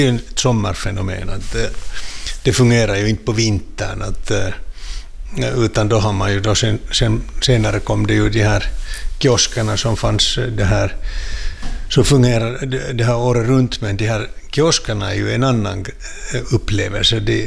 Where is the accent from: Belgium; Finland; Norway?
Finland; Helsinki, Uusimaa; som helsingforsare tycker jag det hör till